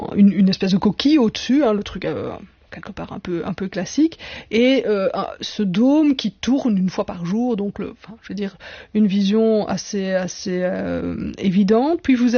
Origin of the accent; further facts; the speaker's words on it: France; chez nous, en France